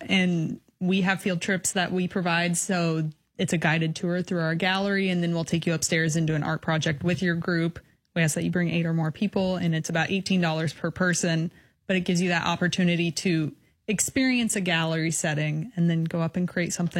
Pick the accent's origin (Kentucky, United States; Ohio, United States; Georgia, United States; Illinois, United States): Illinois, United States; Decatur; So I grew up here in Decatur, but art is definitely not my background.